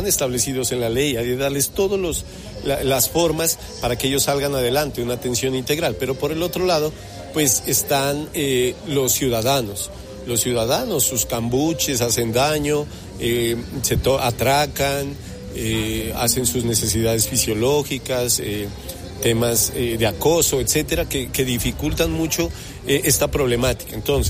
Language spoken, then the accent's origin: Spanish; Pasto, Nariño, Colombia; con la gente es amable, somos amables, el pastuso.